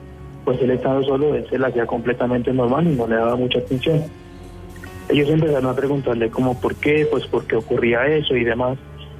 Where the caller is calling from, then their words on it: Caribbean Region, Colombia; yo también soy costeño